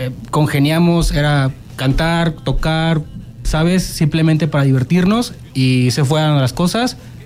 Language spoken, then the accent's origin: Spanish; Veracruz, Mexico; now in Querétaro, Mexico; yo vengo de Veracruz, allá realmente se da mucho la música